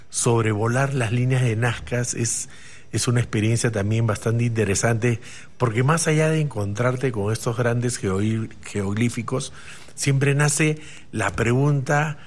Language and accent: Spanish; Cusco, Peru; Yo soy cusqueño